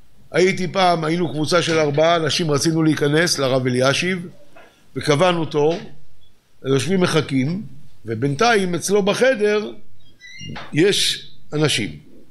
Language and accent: Hebrew; Bnei Brak, Tel Aviv District, Israel; אני בני ברקי